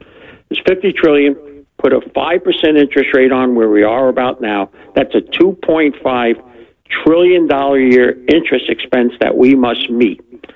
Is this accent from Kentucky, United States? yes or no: no; New Jersey, United States; So first of all, I'm from New Jersey, so we always have opinions.